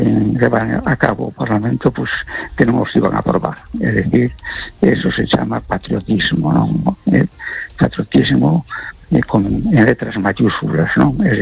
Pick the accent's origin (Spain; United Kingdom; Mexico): Spain; A Coruña, Galicia